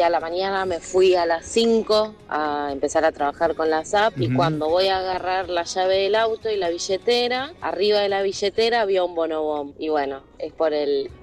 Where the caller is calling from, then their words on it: Caseros, Buenos Aires Province, Argentina; de Caseros.